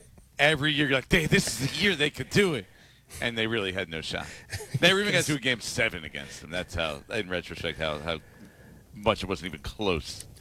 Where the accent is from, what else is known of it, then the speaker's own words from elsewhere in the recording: New Jersey, United States; But I grew up in New Jersey.